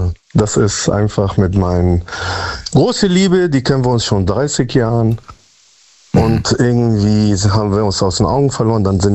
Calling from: Münster, North Rhine-Westphalia, Germany; Münster-Westfalen. Ich bin aus Münster-Westfalen.

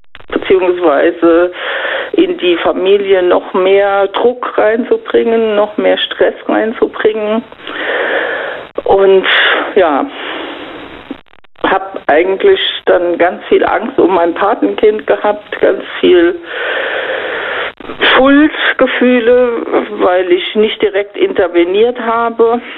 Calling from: Rhineland-Palatinate, Germany; Ja, ja, RPR Einzugsgebiet Rheinland-Pfalz.

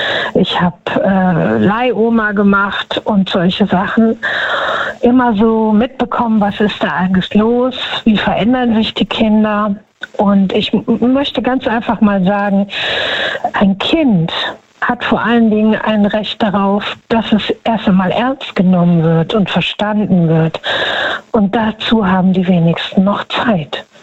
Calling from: Düsseldorf, North Rhine-Westphalia, Germany; Hallo aus NRW.

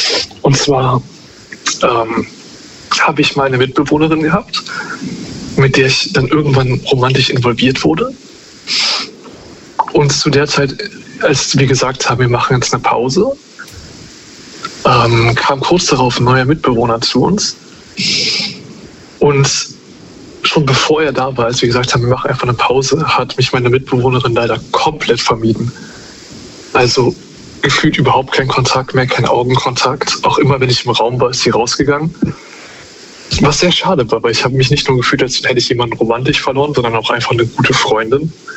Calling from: Cologne, North Rhine-Westphalia, Germany; ich komme aus Köln.

